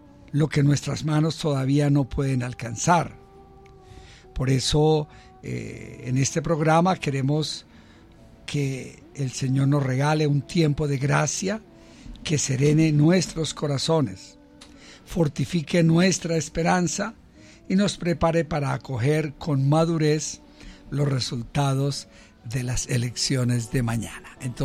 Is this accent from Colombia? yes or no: yes; Colombia; nos invitan a encontrarnos como colombianos de distintas opciones políticas, de distintas también tradiciones de fe